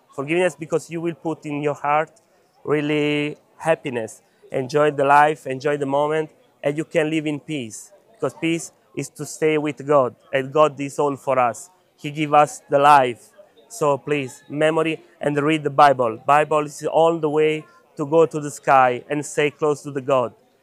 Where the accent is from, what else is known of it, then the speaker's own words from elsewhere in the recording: Italy; I'm from Italy